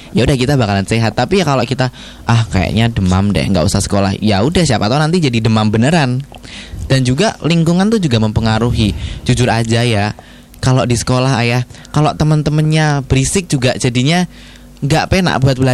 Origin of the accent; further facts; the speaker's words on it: Kalinegoro, Central Java, Indonesia; Saya aslinya Kalinegoro.